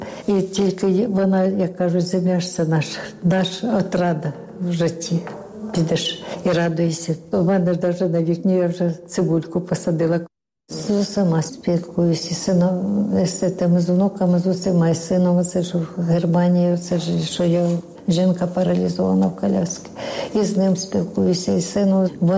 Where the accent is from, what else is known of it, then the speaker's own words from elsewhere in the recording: Donbas, Ukraine; born there; now in Khmelnytskyi, Ukraine; Народилася на Донбасі.